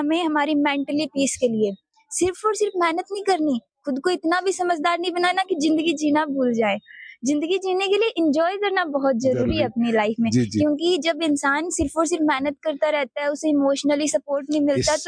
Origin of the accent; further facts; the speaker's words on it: Sri Ganganagar, Rajasthan, India; मैं श्री गंगानगर राजस्थान से बिलोंग करती हूँ।